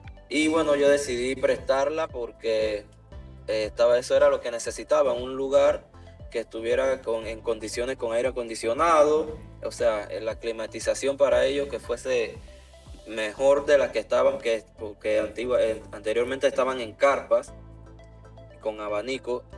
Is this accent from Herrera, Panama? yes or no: yes; Chitré, Herrera, Panama; Sí, somos de acá, de Chitré.